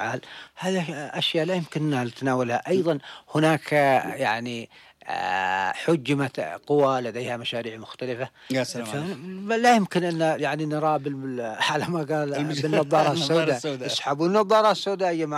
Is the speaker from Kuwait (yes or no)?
no; Yemen